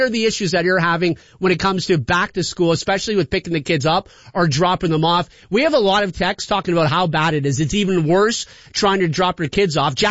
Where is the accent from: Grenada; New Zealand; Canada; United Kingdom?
Canada; Sault Ste. Marie, Ontario; now in Windsor, Canada; I was born in the Sioux.